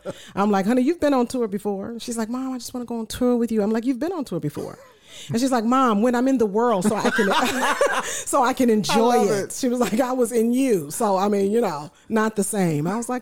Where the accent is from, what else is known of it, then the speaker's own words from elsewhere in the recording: Detroit, Michigan, United States; growing up in Detroit together.